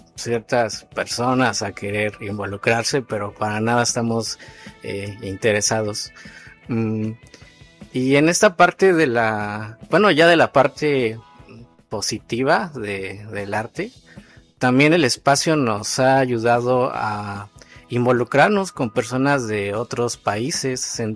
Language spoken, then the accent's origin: Spanish; Oaxaca, Mexico; Yo soy de los Valles Centrales, pero también mi familia viene de la Sierra Juárez.